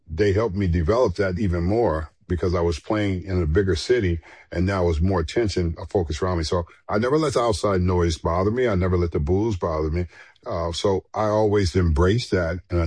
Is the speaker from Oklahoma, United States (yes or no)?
no; Los Angeles, California, United States; Most of the time, it was growing up in South Central, Crenshaw High